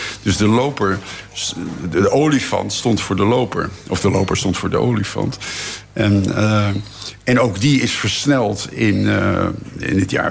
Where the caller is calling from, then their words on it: Rotterdam, South Holland, Netherlands; Ik kom uit Rotterdam.